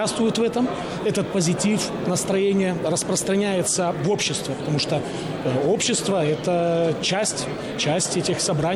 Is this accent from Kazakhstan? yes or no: yes; Kazakhstan; Я сам из Казахстана.